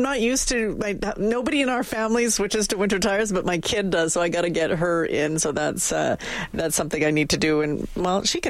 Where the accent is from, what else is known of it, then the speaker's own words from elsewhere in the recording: Edmonton, Alberta, Canada; Abbotsfield, I grew up in Abbotsfield. I spent a number of years in Abbotsfield. And it is a lower income community, I think, by and far.